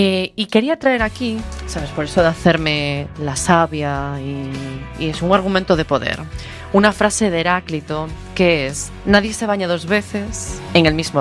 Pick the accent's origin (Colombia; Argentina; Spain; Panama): Spain; hay muchas cosas de las que hay que estar muy orgulloso como español